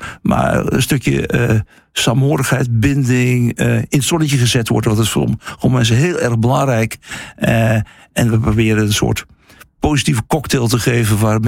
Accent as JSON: {"language": "Dutch", "country": "Netherlands"}